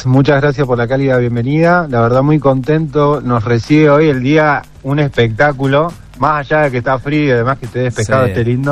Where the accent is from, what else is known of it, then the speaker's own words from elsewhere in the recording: Neuquén, Argentina; Nosotros, bueno, nos acercamos acá a la localidad, somos de Neuquén Capital